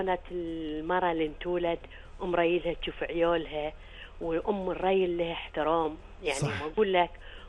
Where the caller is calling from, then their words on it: Bahrain; أنا أكلمك من هني من البحرين